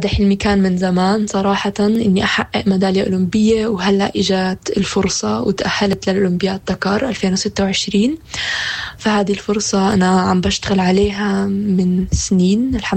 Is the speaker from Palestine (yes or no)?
yes; Palestine; أنا كلاعبة فلسطينية